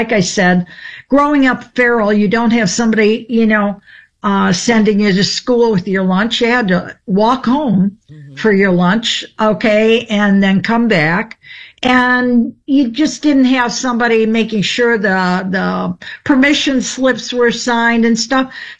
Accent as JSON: {"language": "English", "town": "Lakewood", "country": "United States", "tie": "born or raised there", "said": "Lakewood, at the time, I called it a homogenous zone"}